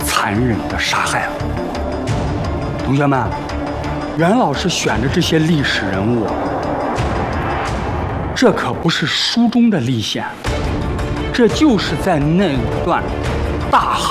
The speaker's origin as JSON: {"language": "Chinese", "country": "China", "said": "我们中国人"}